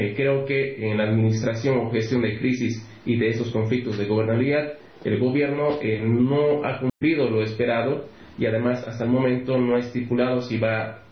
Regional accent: Bolivia; me pone triste como boliviano

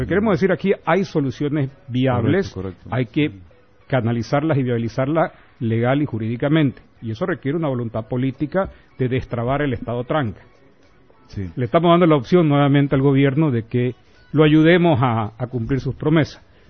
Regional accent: Santa Cruz, Bolivia; nosotros como cruceños

